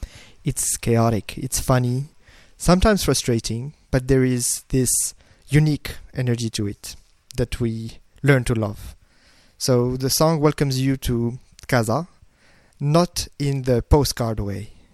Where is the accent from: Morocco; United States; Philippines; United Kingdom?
Morocco; Casablanca, Casablanca-Settat; now in Brisbane, Australia; So I'm originally from Casablanca